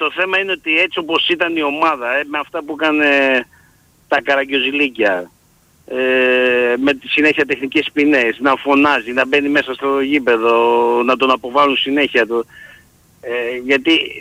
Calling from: Athens, Attica, Greece; Είμαι από τα Σεπόλια, αναγέννηση Καδίτσας

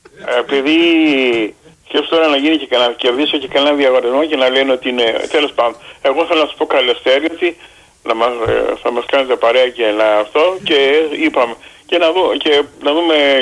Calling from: Chania, Crete, Greece; Εγώ είμαι από Χανιά.

